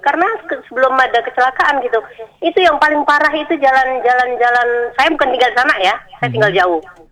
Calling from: Pontianak, West Kalimantan, Indonesia; saya bukan orang Jalang Tebu. Saya orang Dr. Waidin.

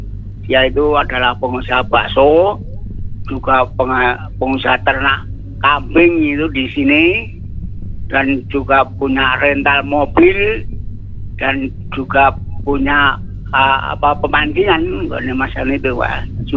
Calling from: Central Java, Indonesia; kehidupan di Wonogiri itu hampir sama dengan daerah saya Jumapolo.

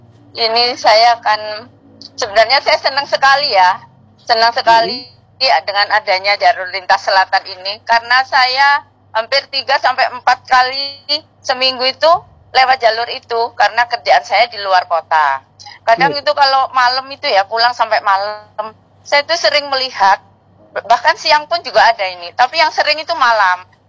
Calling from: Sampang, East Java, Indonesia; saya selaku warga Sampang

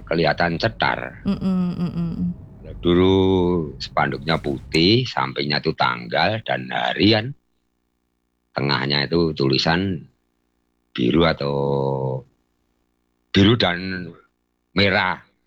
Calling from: Karanganyar, Central Java, Indonesia; tapi saya kan di Karanganyar, Mbak.

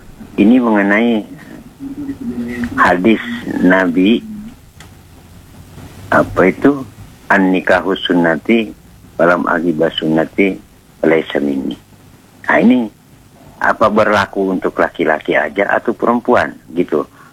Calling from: Kubu Raya, West Kalimantan, Indonesia

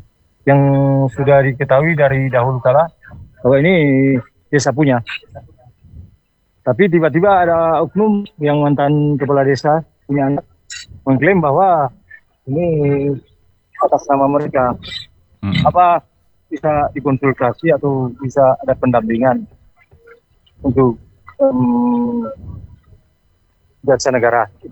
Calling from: North Sulawesi, Indonesia; desa kami, di Binorengan

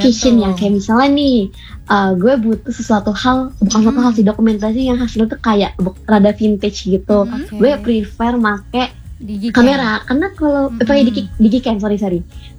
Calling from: Lampung, Indonesia; aku asli orang Lampung. Balang.

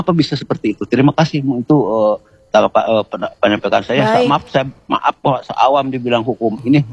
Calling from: Bandung, West Java, Indonesia; Saya dari Bandung Timur

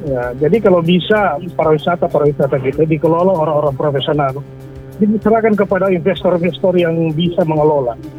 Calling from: Donggala, Central Sulawesi, Indonesia; saya orang Donggala

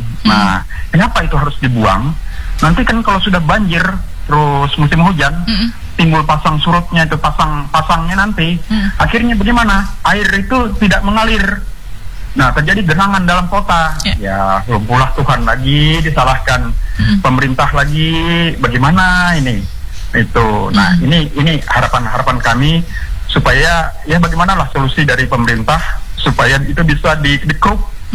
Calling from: East Kalimantan, Indonesia; kita warga Kabupaten Kutai Barat

